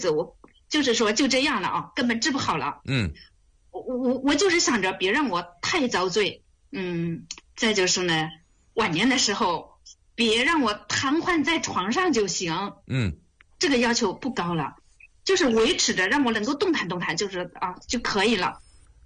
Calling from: Hunan, China; 我是湖南的。

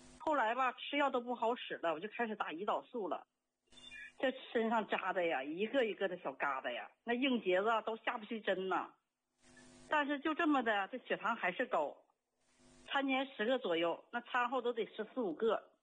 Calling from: Harbin, Heilongjiang, China; 我是哈尔滨的。

